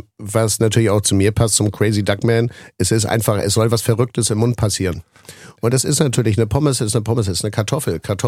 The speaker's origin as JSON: {"language": "German", "town": "Mölln", "region": "Schleswig-Holstein", "country": "Germany", "tie": "born there", "lives_now": "Hamburg, Germany", "said": "Das passte mir auch sehr gut, weil ich bin gebürtiger Möllner."}